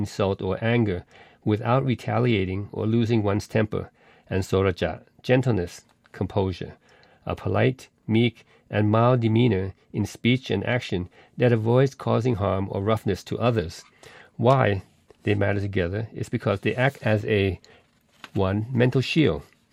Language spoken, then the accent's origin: English; Thailand; from Thailand, and I welcome you to our Sunday Dharma Talk today.